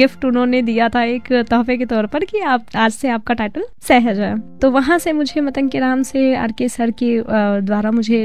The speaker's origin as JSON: {"language": "Hindi", "town": "Ayodhya", "region": "Uttar Pradesh", "country": "India", "tie": "born or raised there", "said": "मैं अयोध्या फैजाबाद नियावा से बिलोंग करती हूँ, नियावा एक जगह है, वहाँ पर बिलोंग करती हूँ।"}